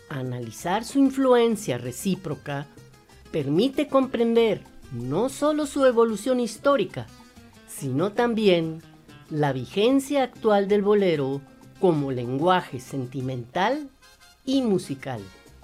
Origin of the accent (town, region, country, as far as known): Mexico